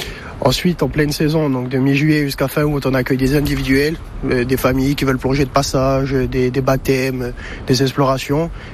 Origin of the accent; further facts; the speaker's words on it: Galéria, Corsica, France; Alors moi je suis originaire de Galéria du côté de ma mère, donc j'ai grandi au village depuis que je suis tout petit. Même si mon père à l'origine est originaire de Gouagne, j'ai passé toute ma vie ici, ma famille est d'ici. Et j'ai toutes mes attaches ici, travail, amis.